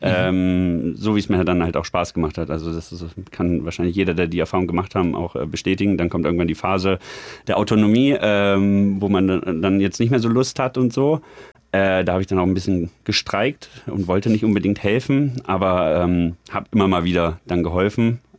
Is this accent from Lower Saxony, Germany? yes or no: yes; Bad Gandersheim, Lower Saxony, Germany; moved away as an adult; now in Würzburg, Germany; Meine familiären Wurzeln, da wo ich auch die ersten 20 Jahre meines Lebens aufgewachsen bin, liegen in Niedersachsen. Ein bisschen im Nichts für junge Leute. Deswegen beschreibe ich es immer, es liegt zwischen Göttingen und Hannover. Mhm. Oder um es dann nochmal ein bisschen zu konkretisieren, so im Harzvorland.